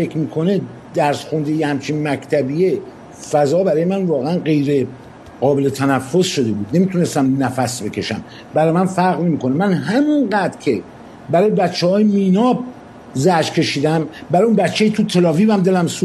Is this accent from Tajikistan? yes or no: no; Iran; این جنگ علیه کشور خودم باشه، وطنم باشه